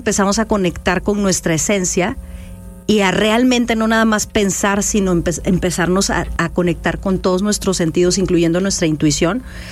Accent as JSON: {"language": "Spanish", "town": "Orizaba", "region": "Veracruz", "country": "Mexico", "moved": "yes", "lives_now": "Mexico City, Mexico", "said": "yo soy de Orizaba, Veracruz, nací en Orizaba, Veracruz, pero bueno, ya llevo muchos años viviendo en Ciudad de México"}